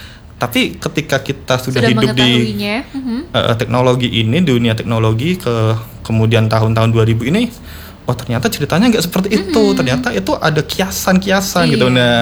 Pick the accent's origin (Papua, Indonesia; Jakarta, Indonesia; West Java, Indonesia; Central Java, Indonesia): Central Java, Indonesia; Kendal; kita tuh orang Indonesia gitu kan, kita orang Kendal nih.